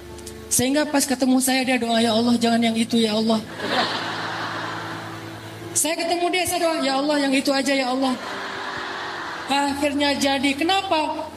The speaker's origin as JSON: {"language": "Indonesian", "region": "Sumatra", "country": "Indonesia", "said": "saya orang Sumatera."}